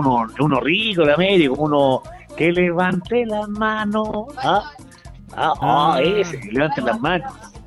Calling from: Valparaíso, Chile; yo soy de ciudad, soy de Valparaíso, y siempre estoy acá en el Litueche, como con la parcela que tenemos

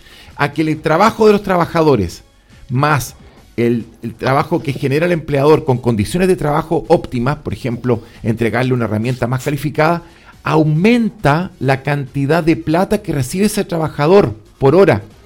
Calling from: Chile; siendo chileno

